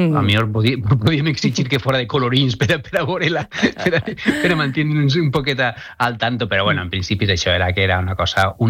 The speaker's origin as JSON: {"language": "Catalan", "town": "Alcoy", "region": "Valencian Community", "country": "Spain", "said": "jo soc d'Alcoi"}